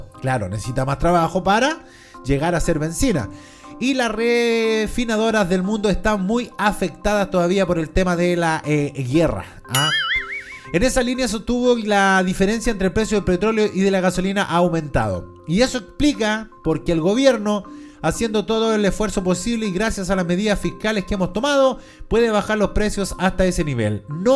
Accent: Chile; nos interesan como chilenos

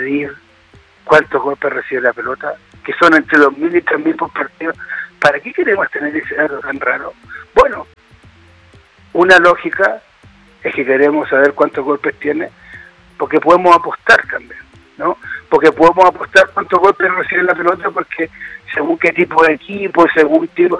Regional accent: Chile; moved away as an adult; also born or lived in Argentina; yo vivía en Argentina, escribía sobre la selección argentina en Clarín, pero todos sabían que era chileno

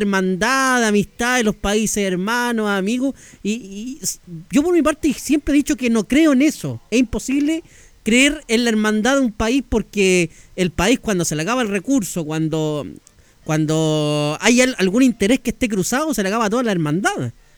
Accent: Chile

